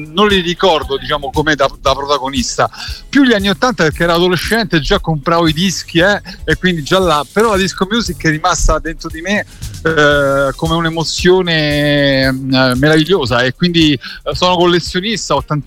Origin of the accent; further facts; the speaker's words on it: Rome, Lazio, Italy; io sono dell'Appio Claudio a Cinecittà, sì.